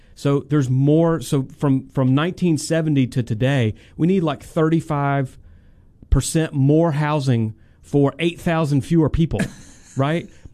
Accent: Gulf Shores, Alabama, United States; now in Memphis, United States; I grew up in Gulf Shores, Alabama.

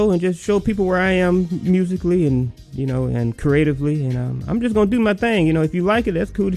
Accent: Memphis, Tennessee, United States; You know, I grew up in Orange Mound, so I was around so much of that sound, you know, and, you know, as I got older, it just became a thing.

